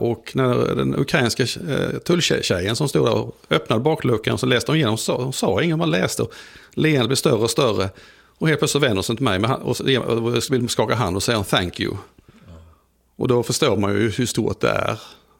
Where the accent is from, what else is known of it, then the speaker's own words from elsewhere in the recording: Sweden; jag är svensk tydligen